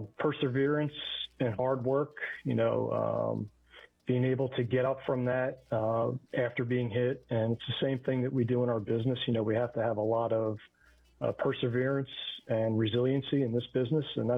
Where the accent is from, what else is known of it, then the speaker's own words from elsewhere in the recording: Philadelphia, Pennsylvania, United States; I grew up in South Philadelphia in a small, close-knit community in a row home.